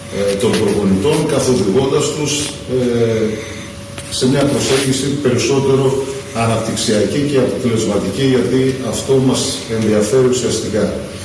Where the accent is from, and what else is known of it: Agrinio, Western Greece, Greece